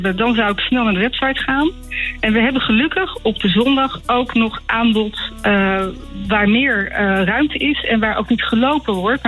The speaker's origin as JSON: {"language": "Dutch", "region": "Utrecht", "country": "Netherlands", "said": "Ik kom zelf uit Utrecht"}